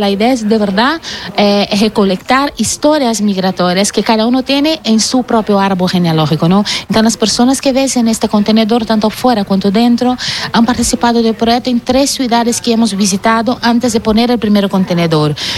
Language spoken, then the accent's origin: Spanish; Brazil; Spanish is a second language; now in Spain; Yo soy una brasileña que emigró a España con mucha historia migratoria detrás